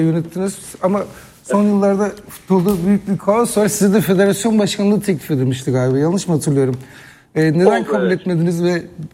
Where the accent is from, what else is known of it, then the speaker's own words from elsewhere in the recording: Şanlıurfa, Turkey; Ve biz mesela ben Şanlıurfalıyım.